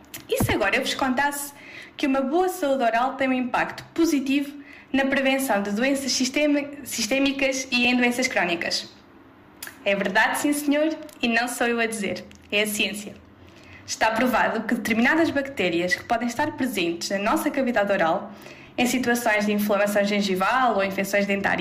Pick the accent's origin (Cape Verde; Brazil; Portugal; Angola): Portugal; Cabanas de Viriato, Centro; also born or lived in Coimbra; Sou natural de Cabanas de Viriato, uma vila não muito distante daqui.